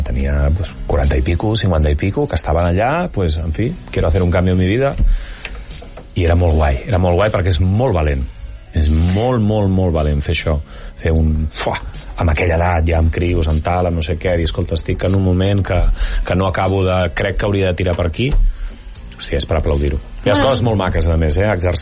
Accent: Altafulla, Catalonia, Spain; jo soc d'Altafulla.

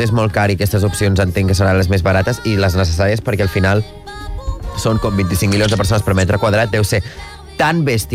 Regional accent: Catalonia, Spain; moved away; jo de la Costa Brava no he viscut mai una cosa tancada. Per mi les coses estan obertes les 24 hores del dia

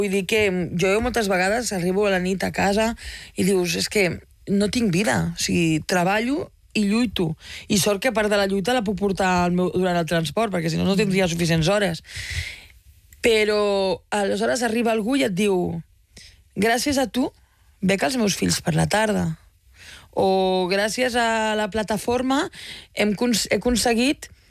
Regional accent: Tarragona, Catalonia, Spain; nosaltres, jo sóc com tu, de Tarragona, i...

